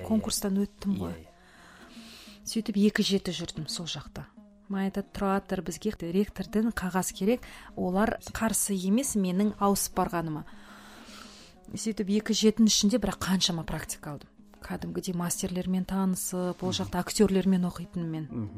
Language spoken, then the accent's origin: Kazakh; Kostanay, Kostanay Region, Kazakhstan; moved away; Өзім туған жерім Қостанай болғасын